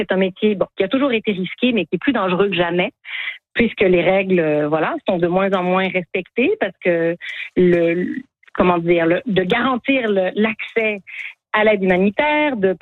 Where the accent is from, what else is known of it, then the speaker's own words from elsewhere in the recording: Canada; chez nous au Canada